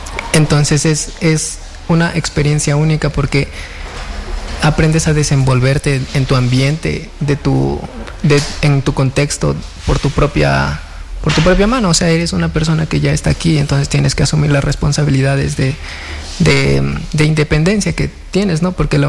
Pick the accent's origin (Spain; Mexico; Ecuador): Ecuador; Quito, Pichincha; moved away; soy de Quito.